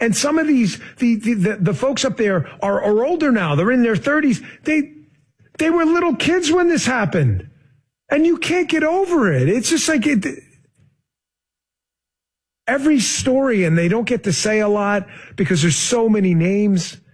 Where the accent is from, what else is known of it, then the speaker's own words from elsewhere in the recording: New York City, New York, United States; as a New Yorker, I remember this well.